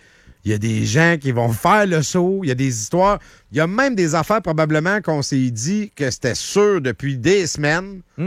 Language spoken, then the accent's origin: French; Quebec, Canada; en tant que Québécois